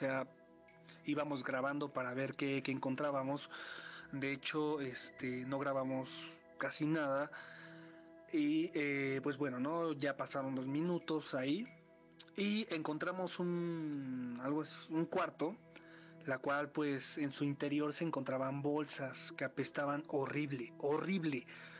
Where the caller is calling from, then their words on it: Mexico City, Mexico; soy de la Ciudad de México. Les hablo aquí de la delegación Iztacalco.